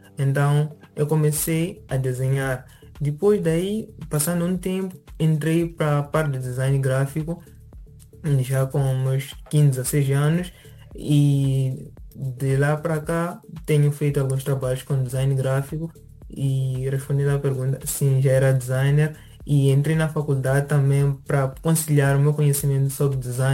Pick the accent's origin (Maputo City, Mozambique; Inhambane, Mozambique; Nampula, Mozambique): Inhambane, Mozambique; also born or lived in Maputo; now in Porto, Portugal; Sou de Inhambane, mas agora resido em Maputo.